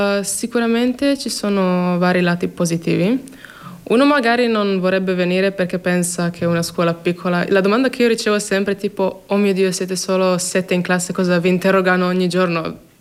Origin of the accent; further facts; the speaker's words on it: Croatia; io sono dalla Croazia quindi posso anche andare in Croazia oppure anche in Slovenia, capisco le lingue